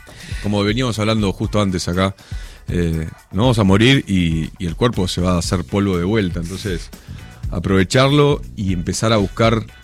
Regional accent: Argentina; Pero soy argentino, valga la aclaración.

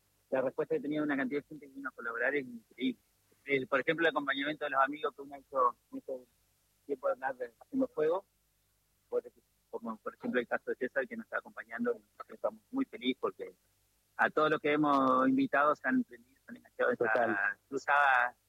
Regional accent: Viale, Entre Ríos, Argentina; born there; now in Paraná, Argentina; yo tenía acá a 50 kilómetros, donde nací en Viale

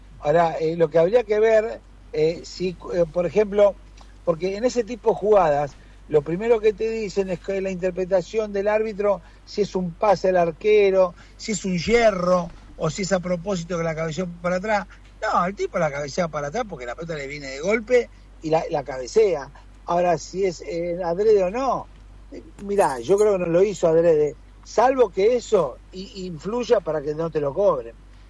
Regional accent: Argentina

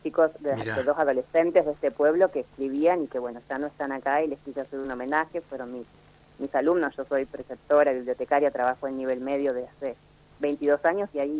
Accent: Campo Grande, Río Negro, Argentina; also born or lived in Chubut; yo soy prácticamente, si bien nací en Chubut, me crié en Campo Grande

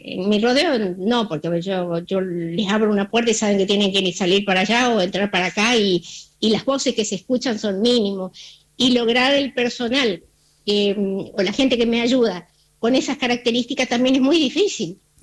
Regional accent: Argentina; nuestra condición de argentinos y tan carnívoros que somos los argentinos

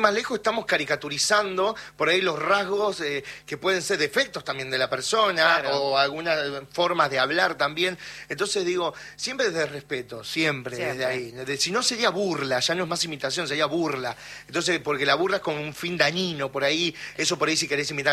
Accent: Lomas de Zamora, Buenos Aires Province, Argentina; yo soy de Lomas de Zamora, de sí. Zona

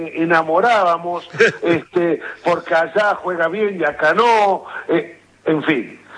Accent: Argentina; porque es como que los argentinos siempre necesitamos de un líder, de un caudillo.

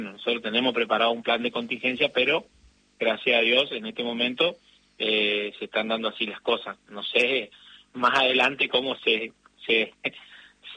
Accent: Empedrado, Corrientes, Argentina; mi pueblo se encuentra a 58 kilómetros de la capital al sur, digamos, por la costa del río Paraná, se llama Empedrado.

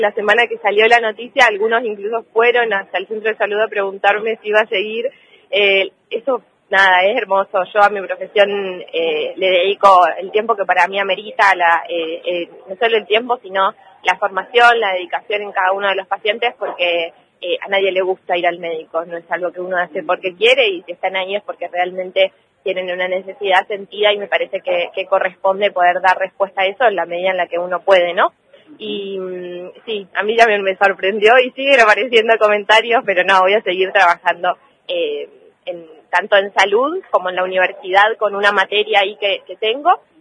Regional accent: Esquel, Chubut, Argentina; born there; yo soy de acá de Esquel, nací acá, me fui a estudiar, soy médica, hice mi especialidad acá en el Hospital Zonal

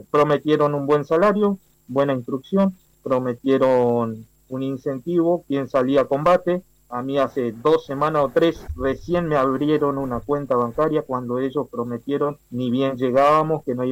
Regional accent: Argentina; moved away as an adult; now in Ukraine; Soy argentino, hace 2 meses que llegué acá a Ucrania.

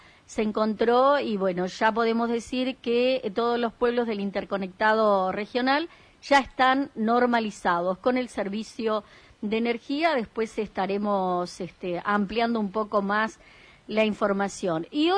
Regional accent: Gualeguaychú, Entre Ríos, Argentina; now in Río Mayo, Argentina; Hoy, más riomayense, pero claro. Soy de Entre Ríos, de Gualeguaychú. La mirá. Ciudad de los poetas, oriunda de Gualeguaychú, sí, ya muchos años acá en Río Mayo.

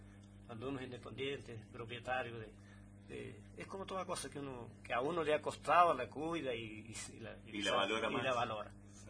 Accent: Malargüe, Mendoza, Argentina; soy bien argentino. Criancero de profesión de los campos malargüinos.

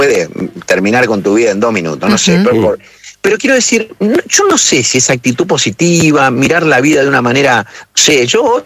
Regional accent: Rafaela, Santa Fe, Argentina; also born or lived in La Plata; Yo soy de Rafaela, digo, ¿viste? Aun cuando no haya nacido en Rafaela. Pero es un poco el pago chico mío.

